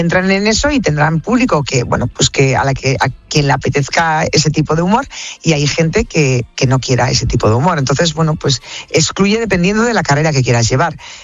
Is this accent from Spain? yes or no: yes; Basque Country, Spain; lo que ahora veis que somos los vascos